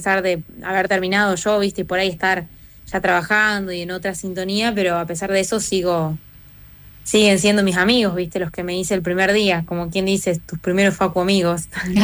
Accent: La Pampa, Argentina; moved away as an adult; also born or lived in Villa Mercedes, San Luis; yo apenas terminé el secundario, me fui a vivir a Villa Mercedes sola, digamos, era todo nuevo porque yo soy de La Pampa y de un pueblito chiquito

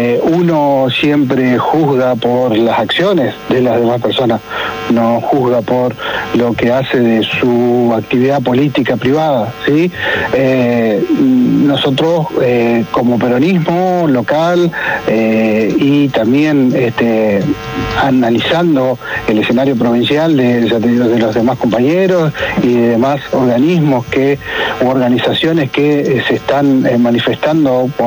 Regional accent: Feliciano, Entre Ríos, Argentina; Sí, soy de acá de Feliciano.

